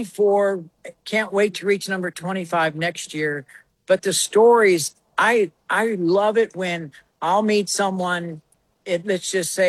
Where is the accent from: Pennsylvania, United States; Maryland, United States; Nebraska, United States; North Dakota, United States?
Pennsylvania, United States; Monongahela; moved away as an adult; My hometown, obviously. I grew up in Monongahela. I left right after high school. I graduated in 77, so I know that dates me